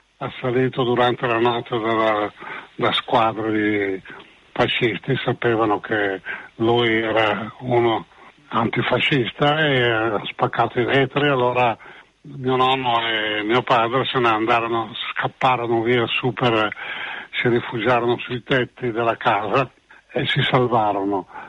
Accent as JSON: {"language": "Italian", "town": "Arzignano", "region": "Veneto", "country": "Italy", "said": "Mio padre era, lui proveniva dalla provincia di Vicenza, dal mio paese e il suo paese Arzignano, nella Val del Chiampo"}